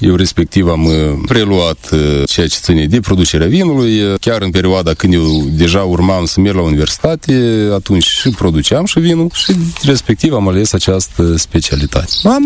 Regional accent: Sadova, Călărași District, Moldova; asta este casa părintească, aici m-am născut, aici am și activitatea, aici la Sadova.

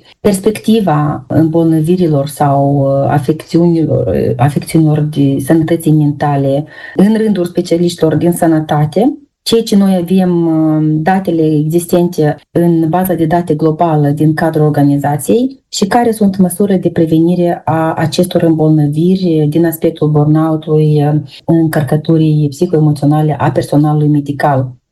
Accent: Moldova; moved away as an adult; now in Switzerland; Moldova rămâne acasă pentru mine, indiferent dacă mă aflu aici, chiar dacă la moment activez acum într-un context internațional și în Elveția, vin din Republica Moldova

